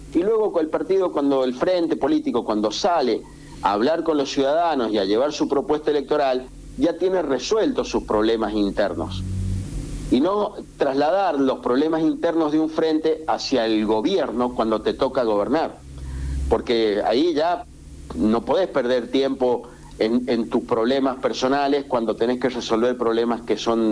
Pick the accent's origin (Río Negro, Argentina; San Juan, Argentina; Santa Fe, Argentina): San Juan, Argentina; Somos todos los sanjuaninos